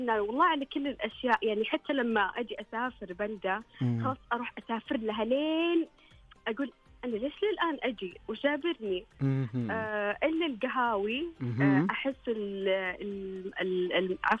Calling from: Riyadh, Riyadh Province, Saudi Arabia; من العاصمة.

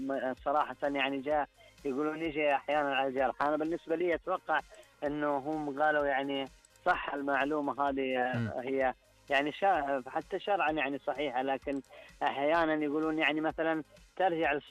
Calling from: Badr, Medina Province, Saudi Arabia; أكلمكم من محافظة بدر.

